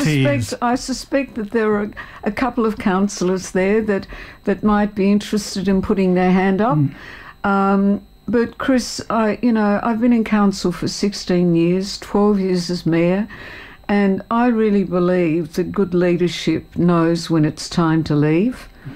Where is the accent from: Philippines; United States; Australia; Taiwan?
Australia; Hobart, Tasmania; moved away as an adult; I was born and raised in Hobart, went away for over 30 years